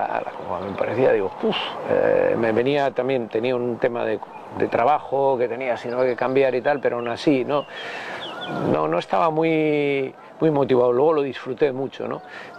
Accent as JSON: {"language": "Spanish", "region": "Basque Country", "country": "Spain", "said": "Yo soy vasco y solo me siento vasco"}